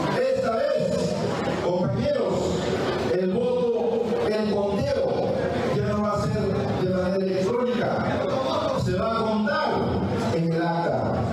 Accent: Lima, Peru; Soy de Lima.

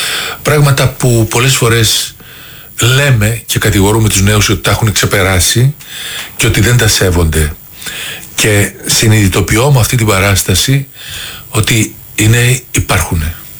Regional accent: Athens, Attica, Greece; born there; also born or lived in Thessaloniki / Xanthi; μέχρι 8 χρονών. Ναι. Μετά ήρθαμε Αθήνα.

